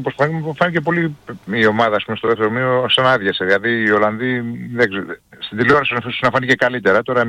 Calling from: Greece

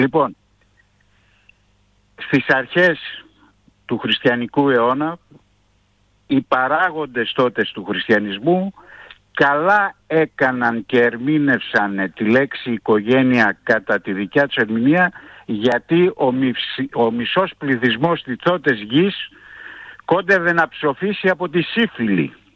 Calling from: Greece; Εμείς ως Έλληνες, ως Ελλάδα, ως χώρα

